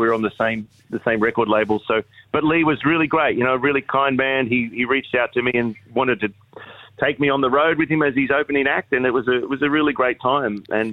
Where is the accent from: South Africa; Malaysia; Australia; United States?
Australia; Wagga Wagga, New South Wales; I grew up there, so it's my hometown. You know, so you always have a soft spot for your hometown, I guess.